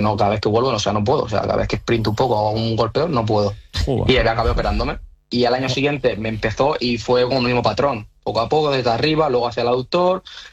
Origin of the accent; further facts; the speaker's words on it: Valencia, Valencian Community, Spain; Que mucha gente te piensa que soy de Cullera, pero soy de Valencia.